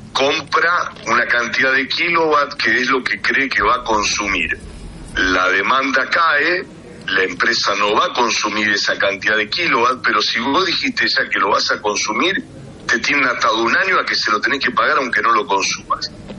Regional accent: Santa Fe, Argentina; Los santafesinos estamos pagando.

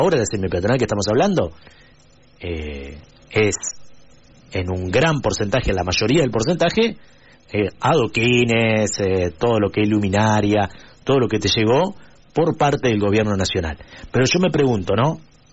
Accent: Argentina

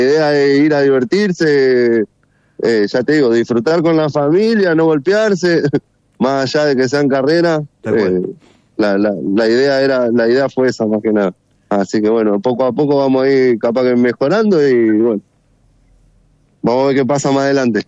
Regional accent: Laguna Paiva, Santa Fe, Argentina; now in Santa Fe, Argentina; Yo soy oriundo de Laguna Paiva, pero en este momento estoy viviendo en Santa Fe.

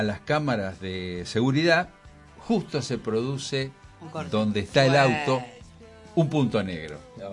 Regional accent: Pergamino, Buenos Aires Province, Argentina; moved away; cuando era chico en mi pergamino natal, mis vecinos.

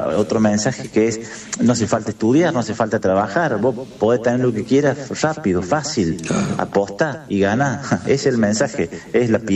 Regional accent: Argentina

